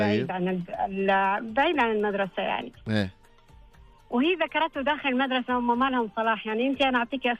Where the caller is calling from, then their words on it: Taif, Makkah Province, Saudi Arabia; انا من مدينه الطائف